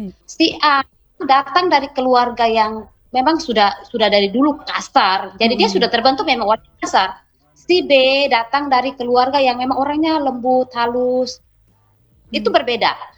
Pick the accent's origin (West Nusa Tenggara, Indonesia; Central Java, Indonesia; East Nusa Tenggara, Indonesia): East Nusa Tenggara, Indonesia; kita orang NTT